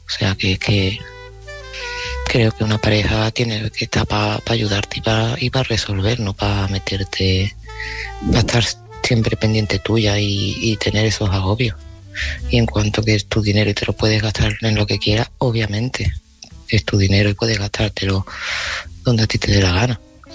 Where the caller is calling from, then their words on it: Seville, Andalusia, Spain; de Sevilla y este mensaje va para Oscar.